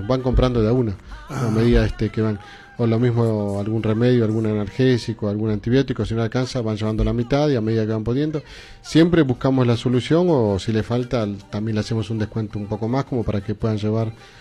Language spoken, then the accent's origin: Spanish; La Paz, Bolivia; now in Buenos Aires, Argentina; yo soy de La Paz, ¿no?, de Bolivia.